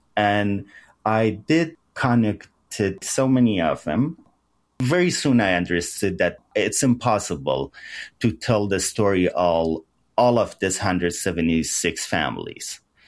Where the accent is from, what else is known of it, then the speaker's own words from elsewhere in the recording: Sanandaj, Kurdistan, Iran; My brother called me from Sanandaj, my hometown Sna, and told me that Arvin and Aida were on that plane.